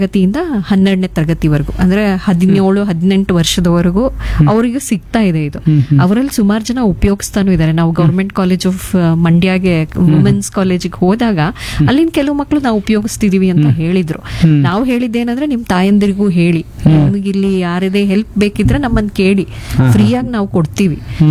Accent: Karnataka, India

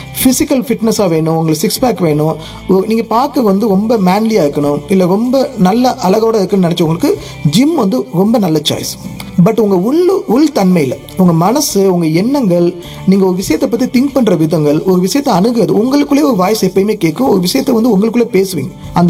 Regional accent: Pamban, Tamil Nadu, India; born there; moved away; also born or lived in Chennai; இப்போ அது எல்லாத்தையும் முடிச்சுட்டு நான் பாமனில் நம்ம ஊரில் செட்டில் ஆகணும்னு முடிவு பண்ணியிருக்கேன். நான் பாமனில் தான் பிறந்தேன்.

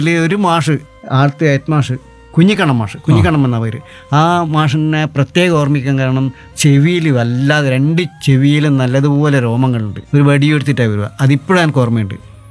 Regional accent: Naravoor, Kerala, India; also born or lived in Kanhileri; അതുകൊണ്ട് കാഞ്ഞിലേരി ജനിച്ച് അതിനുശേഷം കൂത്തുപറമ്പ് തൃക്കണ്ണാപുരം നരവൂരിലേക്ക് ആണ് അച്ഛൻ്റെ തറവാട്. അവിടത്തേക്ക് മാറി.

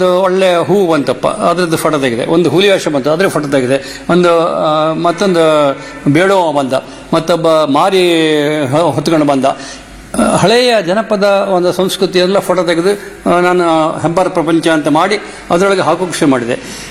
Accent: Kundapura, Karnataka, India; accent: Kundapura Kannada; ನಮ್ಮ ಮನೆಯಲ್ಲಿ ನಾವೆಲ್ಲ ಕುಂದಾಪುರ ಕನ್ನಡಿಗೆ ಬಯಸ್ಕೊಂಬುದು, ಮನೆಯೊಳಗೆ ಕುಂದಾಪುರ ಕನ್ನಡಿಗೆ ಹಾಸ್ಯ ಮಾಡೋದು, ಆ ನಮ್ಮನೆ ಬೆಳೆದವ್ರು ನಾವು.

